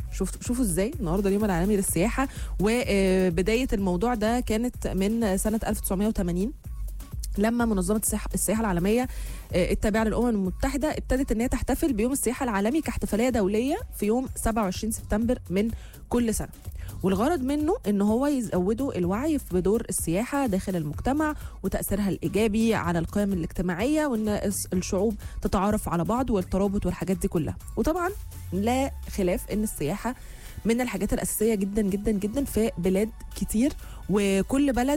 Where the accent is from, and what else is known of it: Egypt